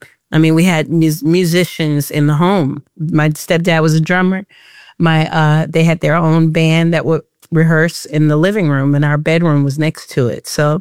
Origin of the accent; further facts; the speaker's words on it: New Orleans, Louisiana, United States; Growing up in New Orleans, she had her own band.